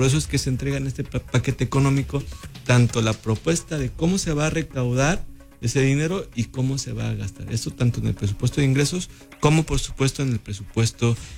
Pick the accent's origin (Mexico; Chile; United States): Mexico; todas las personas que nacemos, que somos mexicanos